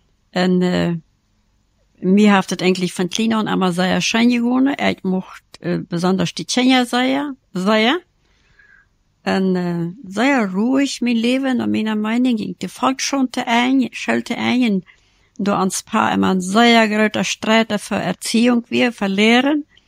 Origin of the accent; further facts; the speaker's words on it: Loma Plata, Boquerón, Paraguay; Ich wurde in La Plata geboren bei einer Hebamme im Dorf.